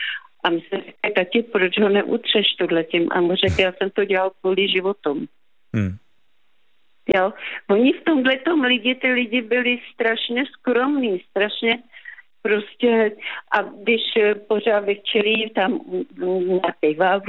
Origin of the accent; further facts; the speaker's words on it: Skryje, Central Bohemian Region, Czechia; Ne, já pocházím ze Skrej